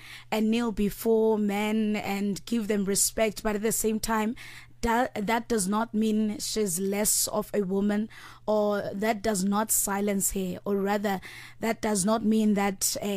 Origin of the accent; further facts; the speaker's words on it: King Williamstown, Eastern Cape, South Africa; now in Johannesburg, South Africa; I'm born and bred in King Williamstown, iQonce now, and my husband is from East London, which is uKompo now. So me having to wear these clothes here in Johannesburg means a lot to me